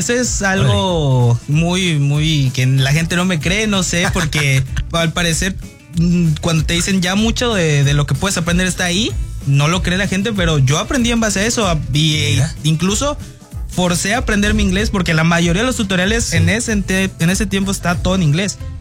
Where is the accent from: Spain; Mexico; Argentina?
Mexico; Poza Rica, Veracruz; born there; yo nací en Poza Rica